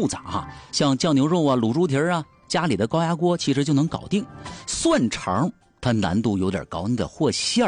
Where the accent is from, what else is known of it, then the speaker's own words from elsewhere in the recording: Panjin, Liaoning, China; moved away; 尤其是你看我老家盘锦离沟帮子近、